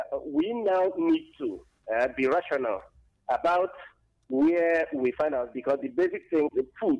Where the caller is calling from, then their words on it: Ebonyi, Nigeria; I'm calling in from Akes Ebonyi State.